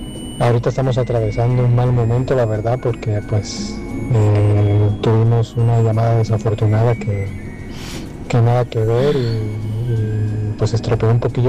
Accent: Spain; moved away as an adult; now in Mexico; Yo soy de España, ella de aquí de México.

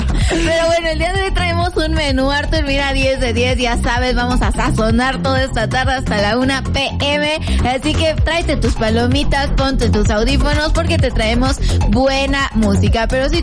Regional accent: Mexico; como buenos mexicanos, vamos a iniciar con música

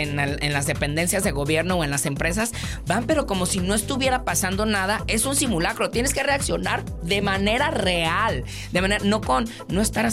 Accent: Mexico; somos compas los mexicanos.

